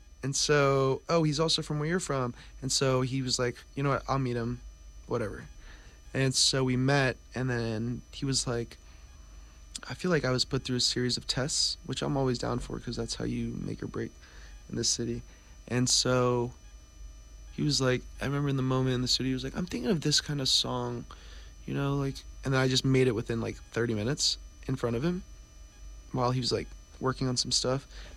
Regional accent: Tracy, California, United States; He's Mexican American, as am I. He's from Fresno. I'm from Tracy, which isn't too far from each other.

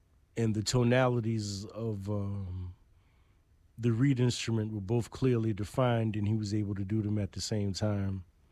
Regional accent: New York City, New York, United States; I grew up in East New York, Brooklyn

